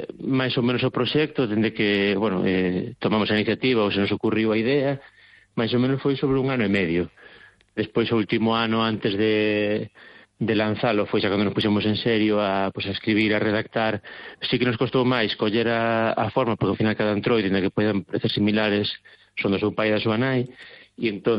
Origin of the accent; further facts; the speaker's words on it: Galicia, Spain; Porque como vos galegos, non pode haber unha festividade sin unha boa paparote, sin unha boa mesa no medio.